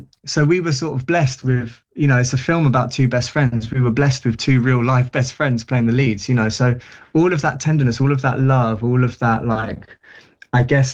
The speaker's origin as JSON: {"language": "English", "region": "London", "country": "United Kingdom", "tie": "born or raised there", "said": "where I grew up in South London."}